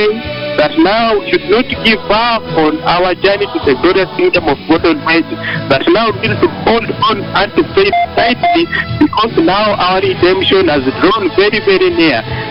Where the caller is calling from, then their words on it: Nairobi, Kenya; I am calling from Kayole Main Altar over here in Nairobi.